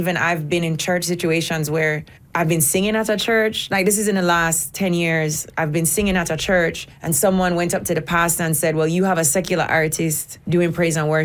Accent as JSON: {"language": "English", "country": "Jamaica", "said": "I'm a Jamaican girl. I'm a reggae artist."}